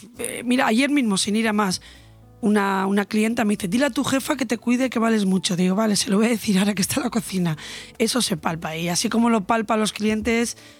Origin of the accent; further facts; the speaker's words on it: Bermeo, Basque Country, Spain; se me había olvidado decir que tengo anchoas de Bermeo. Yo soy de Bermeo, un pueblo pesquero, ¿vale? Y tengo productos de allí, evidentemente.